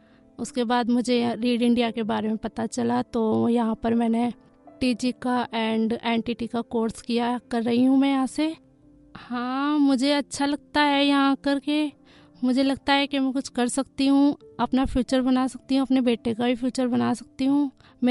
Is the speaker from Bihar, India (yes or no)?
no; Agra, Uttar Pradesh, India; मैं आगरा से बिलोंग करती हूँ।